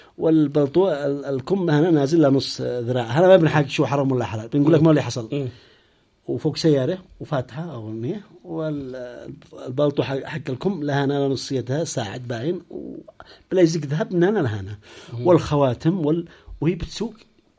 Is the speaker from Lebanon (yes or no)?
no; Yemen; كيمني كمواطن مش كإعلامي.